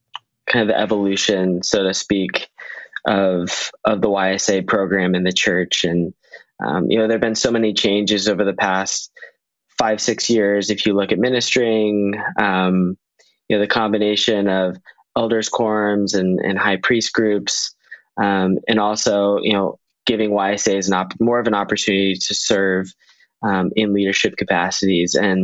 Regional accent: Virginia, United States; It is interesting, in my ward, I'm a local, I'm from Northern Virginia, but a lot of people in my ward are from all over the world

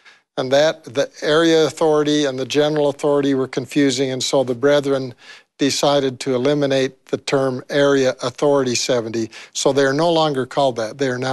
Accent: Raymond, Alberta, Canada; The town I grew up in was a small Mormon town. It's in Canada, and some people are surprised to hear that it was essentially a Mormon town.

